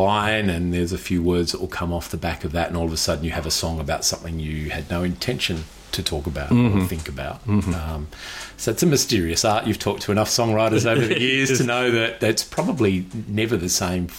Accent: Canberra, Australian Capital Territory, Australia; now in Sydney, Australia; We're originally from Canberra, so yes. Very easy for us to head back home to Canberra.

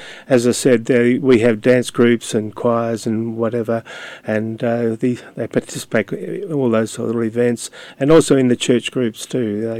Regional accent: Tailem Bend, South Australia, Australia; first language Ukrainian; English is a second language; English wasn't my first language. It was Ukrainian. As I grew up, we grew up in a small country town, Tail and Bend.

